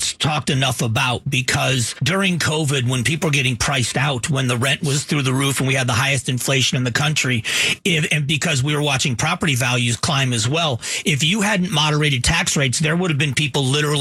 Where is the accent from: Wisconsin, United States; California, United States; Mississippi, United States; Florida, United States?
Florida, United States; now in Arizona, United States; And I grew up on airboats growing up in Florida